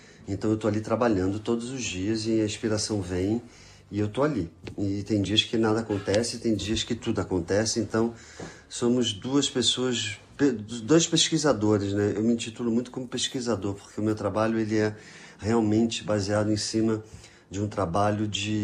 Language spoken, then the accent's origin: Portuguese; Angola; moved away; also born or lived in Brazil / France; Eu vim de Angola, sou de família portuguesa, migrei para o Brasil, fui para a França, enfim.